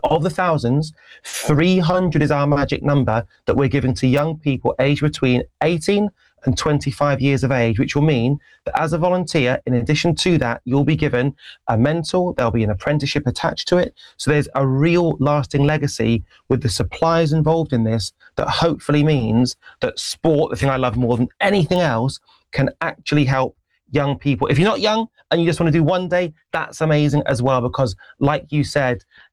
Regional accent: Wolverhampton, West Midlands, United Kingdom; I'm from Wolverhampton. I don't come from a privileged background.

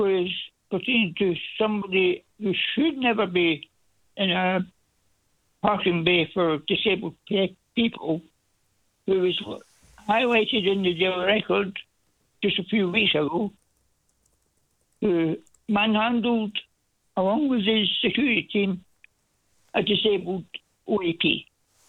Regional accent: Glasgow, Scotland, United Kingdom; born there; I was born in my grandfather's house in Kings Park in South Glasgow, not far from Hampden Park.

